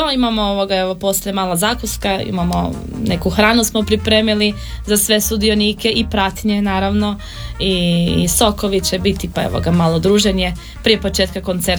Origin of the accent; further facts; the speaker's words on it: Krapina-Zagorje County, Croatia; accent: Zagorje dialect (Kajkavian); mi smo im rekli na zagorski, na našem dijalektu riječi